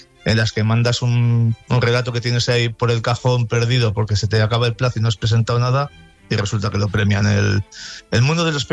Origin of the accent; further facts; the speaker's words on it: Haro, La Rioja, Spain; en el certamen San Felices de Bilibio, que además es de mi pueblo, en Aro